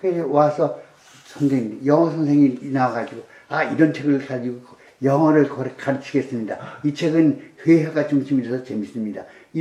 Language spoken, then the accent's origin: Korean; Seoul, South Korea; born there; 근데 내가 하는 난 서울 태생인데